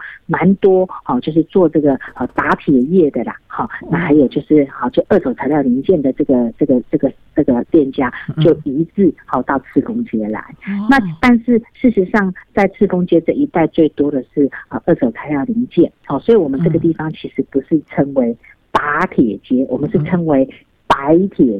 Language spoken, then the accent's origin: Chinese; Taipei, Taiwan; 我小时候在这个地方，从小在这个地方生长，我从小到大的这样的一个记忆啊，这个地方一直都是就是属于住商混合，算是比较繁华的这样的一个都市形态。